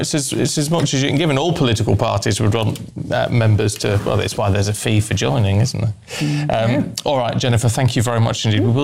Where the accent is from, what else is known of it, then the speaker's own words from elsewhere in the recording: United Kingdom; Maybe it's just me being too British, but it feels very American